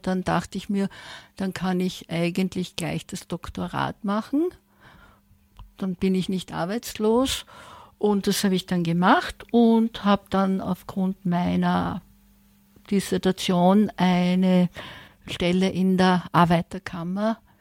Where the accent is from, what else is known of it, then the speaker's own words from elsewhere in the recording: Styria, Austria; ich komme aus der Umgebung von Graz.